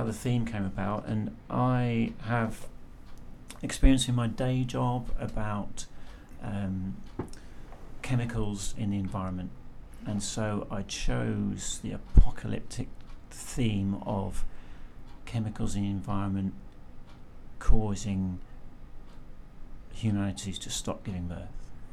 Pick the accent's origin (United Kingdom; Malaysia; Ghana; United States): United Kingdom; King's Lynn, East of England; moved away as an adult; when I was growing up in King's Lynn in Norfolk, I was there between the ages of 7 and 18